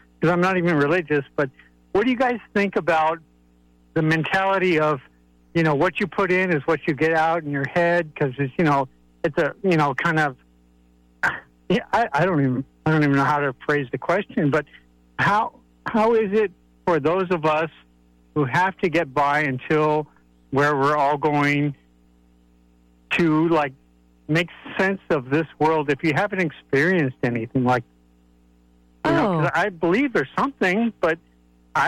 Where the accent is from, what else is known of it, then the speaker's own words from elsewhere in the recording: Sedona, Arizona, United States; And, well, I grew up in Sedona, Arizona.